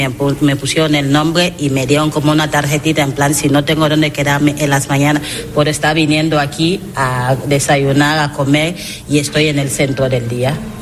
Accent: Equatorial Guinea; toda Guinea, ¿sabes? En mi país somos católicos y nosotros creemos en Dios.

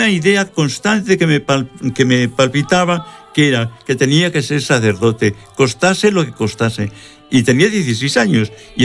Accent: Albalate de Zorita, Castilla-La Mancha, Spain; Sí, ese es mi pueblo, y allí pues yo viví mi niñez, mi adolescencia, hasta que me fui al seminario.

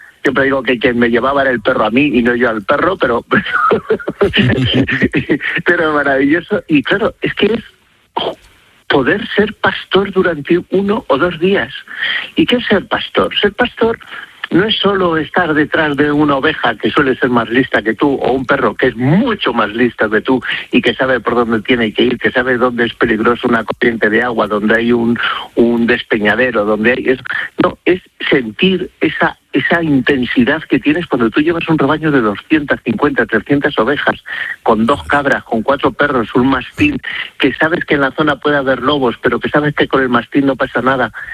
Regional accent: Castile and León, Spain; ¿cómo no lo voy a conocer si es mi tierra? Si es que yo me crié tirando cantos a los del pueblo de arriba, a los de Nueva Sequilla, y los de la Lastra me

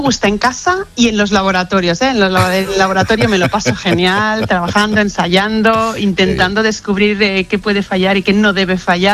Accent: Barcelona, Catalonia, Spain; Yo soy de Barcelona

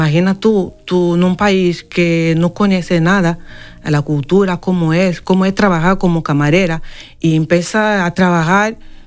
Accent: Angola; now in Spain

